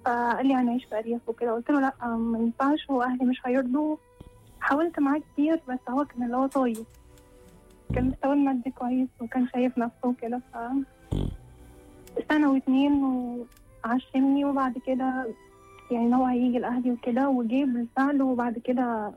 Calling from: Cairo, Cairo Governorate, Egypt; انا من القاهره.

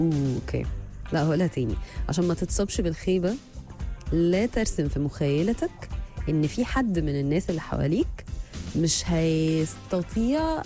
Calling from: Kuwait

